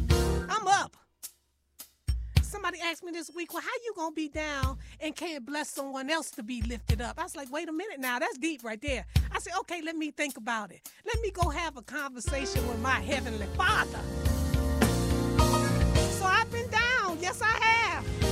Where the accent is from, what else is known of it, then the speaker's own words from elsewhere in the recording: Louisiana, United States; I'm from Louisiana, if you didn't already know. Oh, by the way … the host and conductor of this gospel train.